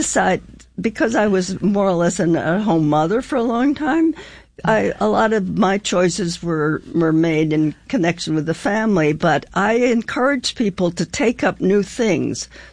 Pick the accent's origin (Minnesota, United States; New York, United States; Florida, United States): Minnesota, United States; St. Paul; I grew up in St. Paul, Minnesota